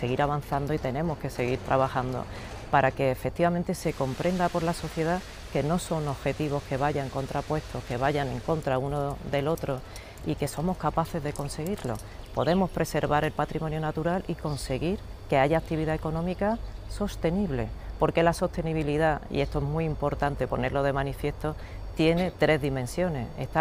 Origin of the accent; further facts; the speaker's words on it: Pozo Alcón, Andalusia, Spain; Como saben, yo soy de Jaén, soy de Pozo Alcón, soy poceña